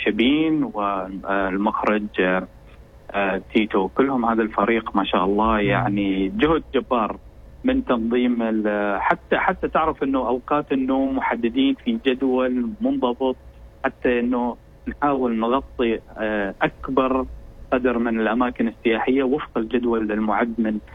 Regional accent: Oman; أنا أكلمك من ابن البلد ابن عمان

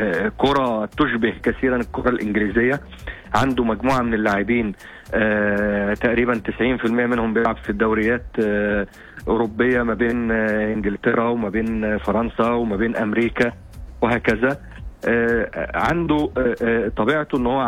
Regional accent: Egypt; احنا حتى احنا كمصريين تفاجئنا بالاداء،

